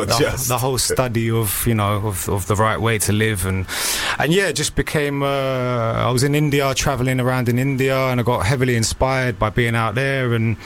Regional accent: Barnet, London, United Kingdom; moved away; also born or lived in Manchester; I'm from Barnet. Spent a lot of time in Manchester.

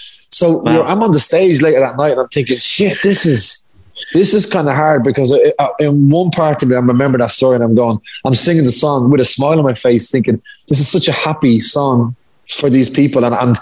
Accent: Dublin, Leinster, Ireland; we're both from Dublin.

